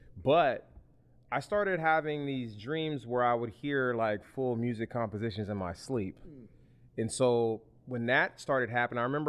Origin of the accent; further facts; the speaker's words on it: Sacramento, California, United States; I'm a composer from Sacramento, California, born and raised.